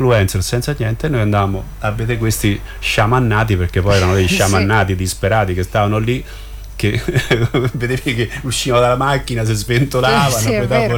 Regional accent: Emilia-Romagna, Italy; io sono cresciuto in Emilia Romagna

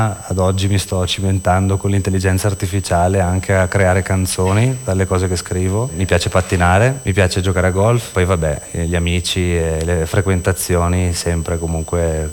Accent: Bergamo, Lombardy, Italy

